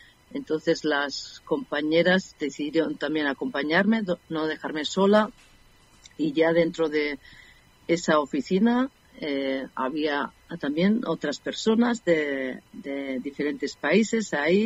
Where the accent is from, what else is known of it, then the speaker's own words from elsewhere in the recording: Basque Country, Spain; now in Switzerland; yo soy vasca